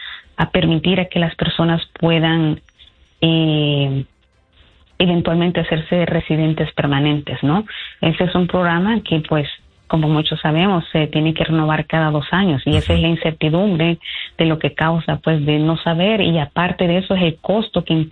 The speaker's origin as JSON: {"language": "Spanish", "country": "El Salvador", "moved": "yes", "lives_now": "United States", "said": "yo, como salvadoreña, me atrevería a decir que muchos de nuestros compatriotas se han dormido en sus laureles"}